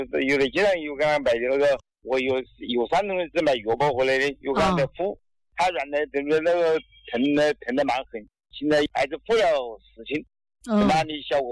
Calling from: Luoding, Guangdong, China; 我是罗定啦。

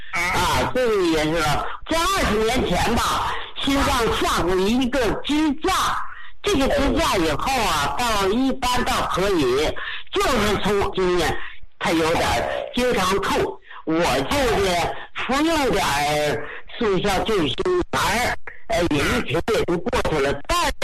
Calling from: Beijing, China; 我是北京的

